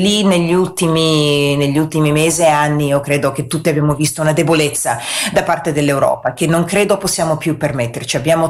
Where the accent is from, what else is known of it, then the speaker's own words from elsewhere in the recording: Sardinia, Italy; noi in quanto sardi, italiani e anche europei